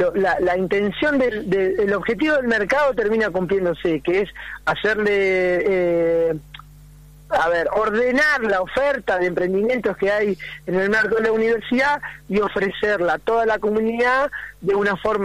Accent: Río Negro, Argentina; moved away; Vallemediense.

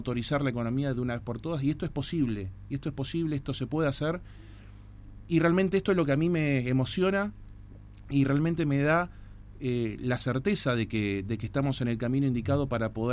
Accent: Tierra del Fuego, Argentina; para todos nosotros que somos los fueguinos

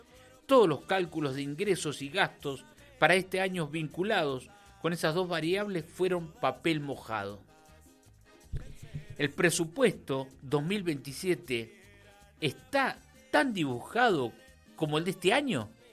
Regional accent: Tierra del Fuego, Argentina; moved away; Desde mi tierra.

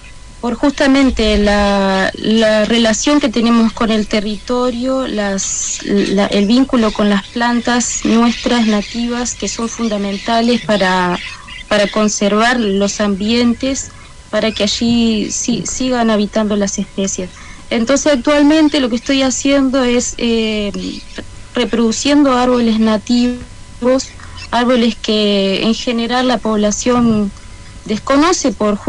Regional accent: Río Negro, Uruguay; born there; now in Soriano, Uruguay; nací a 20 kilómetros de acá, ya es otro departamento, el departamento de Río Negro, muy cerquita del río Uruguay. Ahí creció toda mi familia, mis abuelos. Ese es mi origen, pero territorialmente estoy actualmente viviendo en un departamento que es lindero

